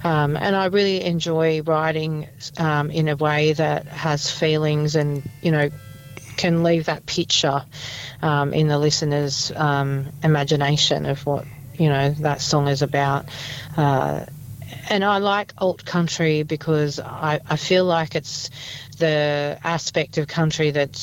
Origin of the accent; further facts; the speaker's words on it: Newcastle, New South Wales, Australia; also born or lived in Central Coast; I grew up in Newcastle. I did live on the Central Coast for quite a few years, especially when my boys were young. But my heart belonged to this city, and I made the move back up to Newcastle.